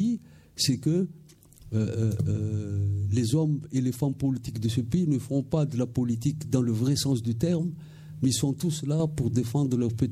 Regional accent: Madagascar; À partir du moment où je suis malgache, je fais de la politique à Madagascar.

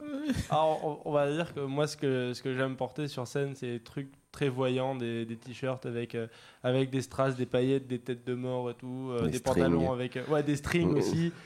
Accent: Montpellier, Occitanie, France; une école de musique à Montpellier, de là d'où je viens.

